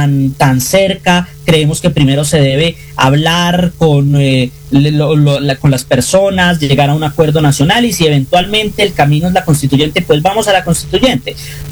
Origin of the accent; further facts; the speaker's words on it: Colombia; para nosotros en Colombia es un margen muy estrecho